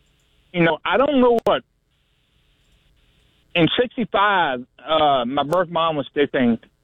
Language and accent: English; Fort Worth, Texas, United States; born there; I was born in Fort Worth, Texas.